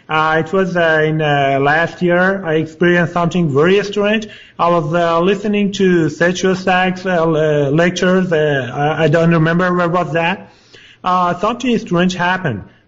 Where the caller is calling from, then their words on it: Los Angeles, California, United States; Actually, I'm in Los Angeles.